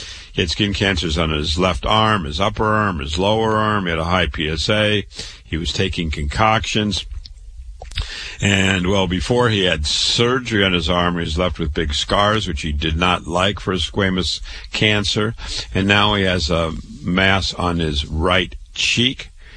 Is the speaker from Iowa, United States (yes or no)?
yes; Waterloo, Iowa, United States; I was born and raised in Waterloo, Iowa.